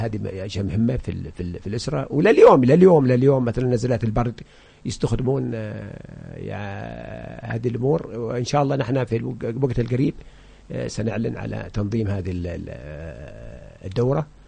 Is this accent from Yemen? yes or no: yes; Hadramawt, Yemen; عندنا في حضرموت